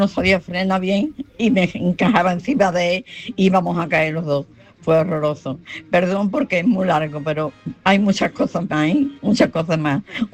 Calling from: Alcalá de Guadaíra, Andalusia, Spain

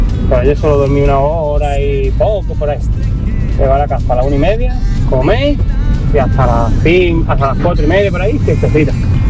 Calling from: Málaga, Andalusia, Spain; buenos días, Yuyu y compañía. … de Málaga.

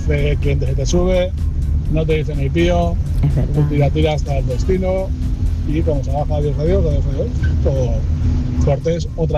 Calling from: Mallorca, Balearic Islands, Spain; taxista de Mallorca.

